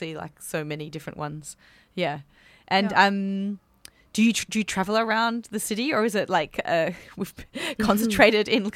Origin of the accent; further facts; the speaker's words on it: Australia; I'm from Australia, but like where stand-up comedy has existed for a really long time.